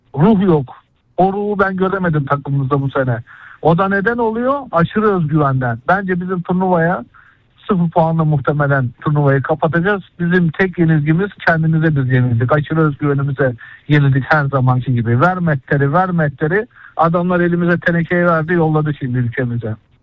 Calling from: Istanbul, Turkey; İstanbul'dan arıyorum.

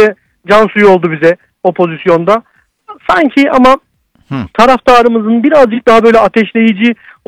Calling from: Antalya, Turkey; ben, Antalya'dan

